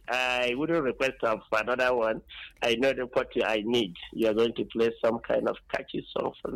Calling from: Akezi, Ebonyi, Nigeria; I'm calling you from Akezi, Ebonyi State.

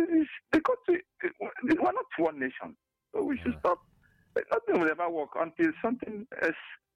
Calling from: Enugu, Enugu State, Nigeria; I'm calling from Enugu.

